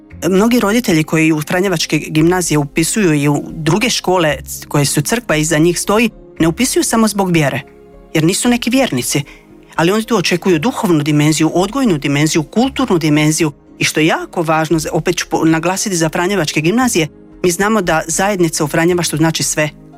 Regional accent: Croatia; kod nas u Hrvatskoj

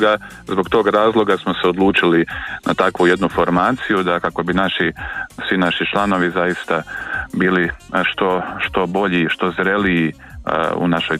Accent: Croatia; ovdje kod nas u Hrvatskoj, evo dok sam bio u Libanonu

